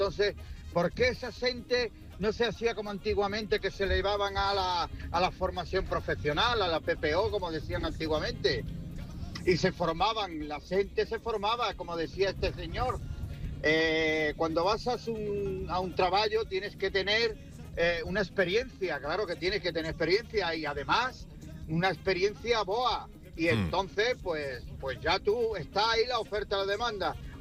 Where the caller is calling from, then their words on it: Cádiz, Andalusia, Spain; de Cádiz.